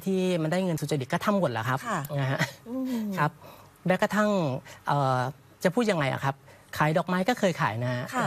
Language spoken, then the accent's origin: Thai; Bangkok, Thailand; born there; คือพ่อคุณแม่ผมอะครับคือไปโตที่กรุงเทพครับแล้วผมก็เกิดที่กรุงเทพนะฮะแต่ว่าเลือดอีสานเราเข้มข้นนะครับ